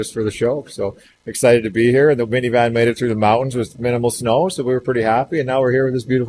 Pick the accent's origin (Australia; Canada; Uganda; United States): Canada; Saskatchewan; we come from the Great Plains of Saskatchewan.